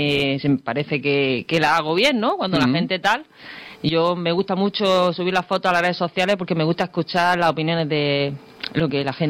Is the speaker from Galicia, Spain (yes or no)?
no; Adra, Andalusia, Spain; also born or lived in Málaga; yo soy aquí de Adra de toda la vida, mi gente igual, ¿sí? Somos de aquí, vamos, de siempre.